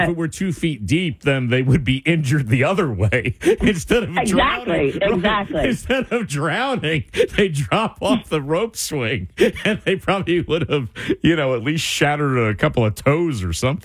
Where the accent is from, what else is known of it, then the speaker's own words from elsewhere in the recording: Rahway, New Jersey, United States; because I grew up in Rahway.